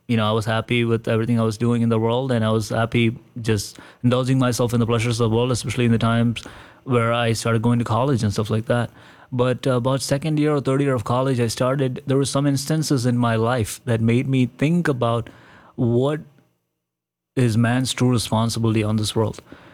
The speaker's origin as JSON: {"language": "English", "country": "India", "tie": "born or raised there", "said": "even growing up in India, you see all the sacraments being done, you see Eucharist, but there's not, there is church school, but you don't really learn much in church school."}